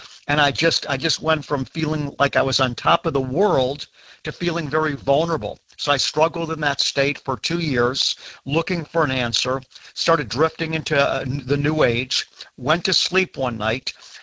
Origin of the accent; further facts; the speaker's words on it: United States; as an American